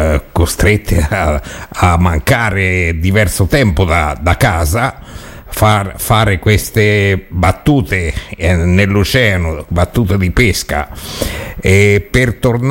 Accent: Loreto, Marche, Italy; Sì, sono oriundo, sono di Loreto.

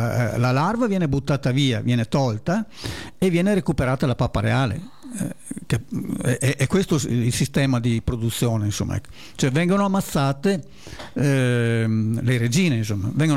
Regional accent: Lusia, Veneto, Italy; Questo succede anche succedeva anche dalle mie parti. Lusia

